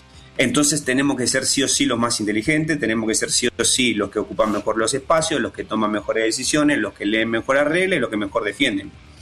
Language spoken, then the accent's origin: Spanish; Argentina; now in Colombia; Yo soy argentino. Uh-huh. Yo soy argentino.